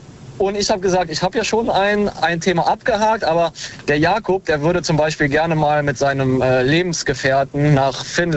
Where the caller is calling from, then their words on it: Wittlich, Rhineland-Palatinate, Germany; Ich bin aus Wittlich.